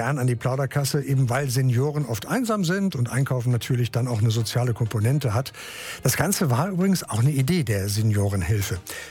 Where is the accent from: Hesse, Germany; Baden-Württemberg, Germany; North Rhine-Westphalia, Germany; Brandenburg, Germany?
North Rhine-Westphalia, Germany; Kempen; born there; Die ist in Kempen, meine Geburtsstadt übrigens.